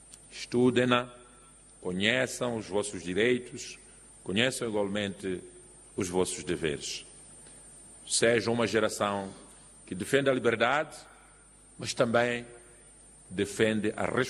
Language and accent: Portuguese; Mozambique